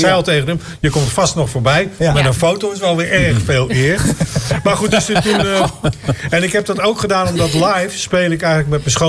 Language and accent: Dutch; South Holland, Netherlands; Dat is weer een camping op Voorne Putten vlakbij waar ik vandaan kom.